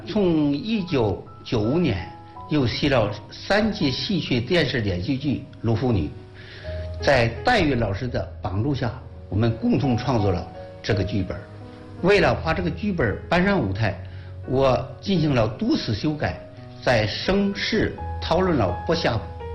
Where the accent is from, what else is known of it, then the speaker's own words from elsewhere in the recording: Handan, Hebei, China; 我是邯郸县人，土生土长的邯郸县人。